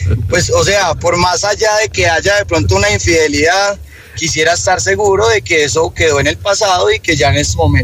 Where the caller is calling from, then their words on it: Pereira, Risaralda, Colombia; Hola, desde la ciudad de Pereira.